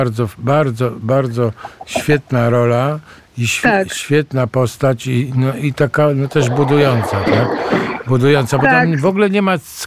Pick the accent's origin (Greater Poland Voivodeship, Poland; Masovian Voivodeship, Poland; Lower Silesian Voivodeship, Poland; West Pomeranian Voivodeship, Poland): Masovian Voivodeship, Poland; Warsaw; ja jestem z Pragi i chodziłem po takich miejscach niejednokrotnie